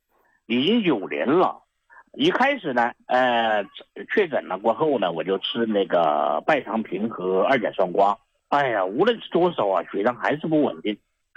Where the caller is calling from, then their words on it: Guizhou, China; 我是贵州的朋友嘛，